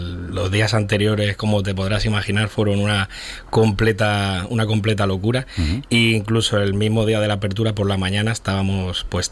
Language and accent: Spanish; Community of Madrid, Spain; born there; also born or lived in London; tanto a mí, que soy madrileño de origen